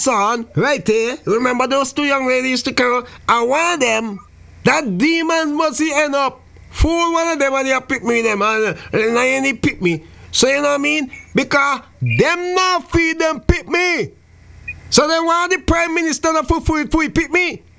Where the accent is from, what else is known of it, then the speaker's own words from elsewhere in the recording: St. Vincent & Grenadines; St. Vincent Grenadines is his, you know, my hometown.